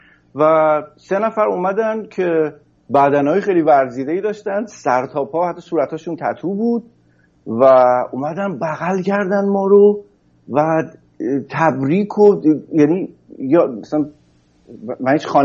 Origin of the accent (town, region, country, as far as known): Iran; moved away